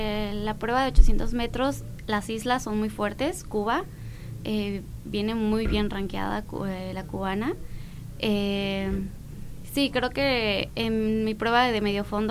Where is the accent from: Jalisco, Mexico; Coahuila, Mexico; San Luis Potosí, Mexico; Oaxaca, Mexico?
Jalisco, Mexico; Guadalajara; moved away as an adult; now in Tepatitlán, Mexico; Yo soy de Guadalajara y me fui a vivir a Tepatitlán, que es un pueblo de, bueno, dicen cercano.